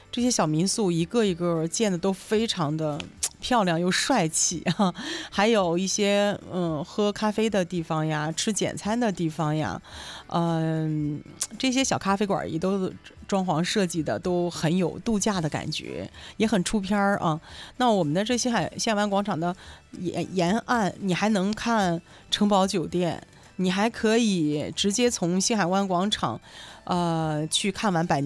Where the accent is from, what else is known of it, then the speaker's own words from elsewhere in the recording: Dalian, Liaoning, China; 我们大连人所有的结婚的青年男女们